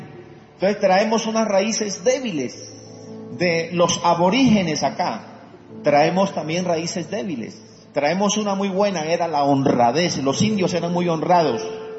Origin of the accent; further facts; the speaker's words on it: Colombia; Las raíces históricas que nosotros tenemos como pueblo colombiano son raíces frágiles. Porque por un lado venimos de África, por otro lado venimos de los aborígenes que vivían acá. Por otro lado venimos de los españoles.